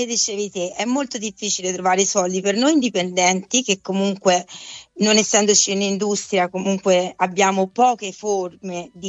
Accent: Prato, Tuscany, Italy; sono partita da quella teatrale nella mia città a Prato, da quando avevo tipo 6 anni.

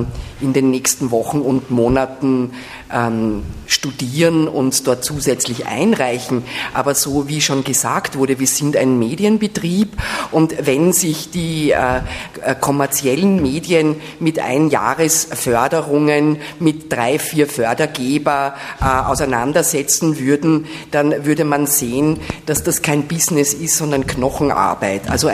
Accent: Vienna, Austria; in meiner Einschätzung als Wienerin

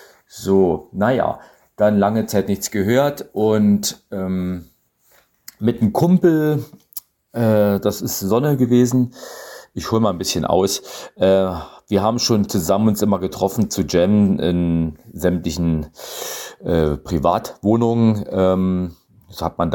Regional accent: Germany; now in Berlin, Germany; mittlerweile aus Berlin, aber gebürtig in der Lausitz

